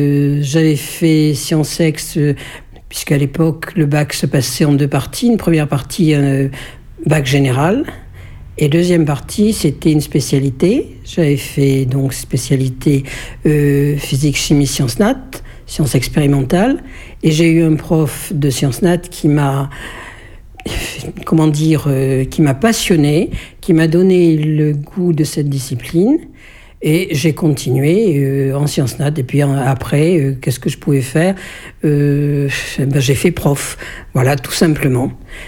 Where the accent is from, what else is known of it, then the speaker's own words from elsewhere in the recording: Thiviers, Nouvelle-Aquitaine, France; je suis né à Thiviers et il est vraisemblable que je vais mourir à Thiviers. Et je suis peut-être natif du Périgord, je suis resté dans le Périgord. Bon, j'ai voyagé, j'ai tourné, mais c'est là où j'ai habité. Et pourtant, je me sens citoyenne du monde. J'ai à la fois mes racines ici